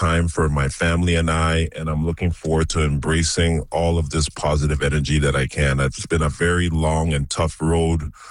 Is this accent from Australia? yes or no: no; Toronto, Ontario, Canada; And, you know, growing up in Toronto at that time, learning the game of basketball, there wasn't a lot of resources.